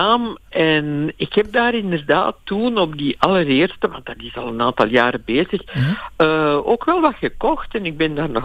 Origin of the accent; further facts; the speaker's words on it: Belgium; we zijn Belgen voor iets.